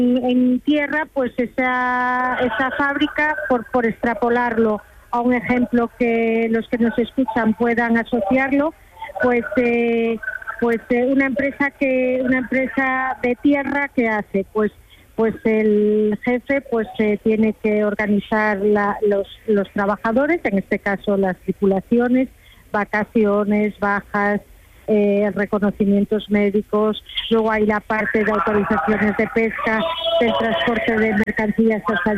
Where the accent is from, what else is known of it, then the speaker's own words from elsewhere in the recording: Marín, Galicia, Spain; yo soy de Marín, de Galicia